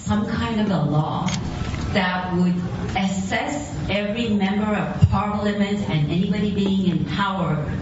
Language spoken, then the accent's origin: English; Iran; moved away as an adult; I'm originally from Iran. I've been living here for 45 years, and it's been a pleasure to be in this beautiful country.